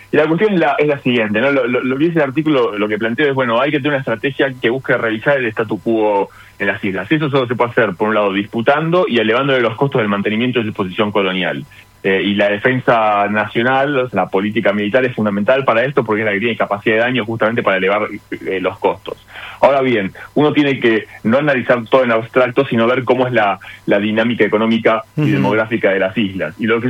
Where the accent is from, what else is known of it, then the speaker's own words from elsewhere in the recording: Argentina; porque soy argentino